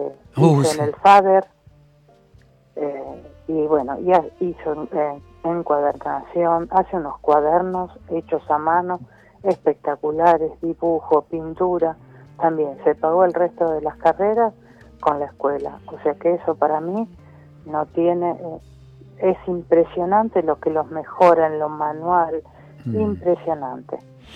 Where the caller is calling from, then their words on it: Buenos Aires, Argentina; los que somos viejos de Lugano ya lo sabemos